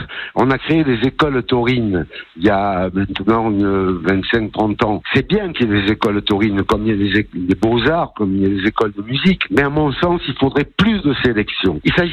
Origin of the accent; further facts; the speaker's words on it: Nîmes, Occitanie, France; Bien sûr, je suis né à Nîmes.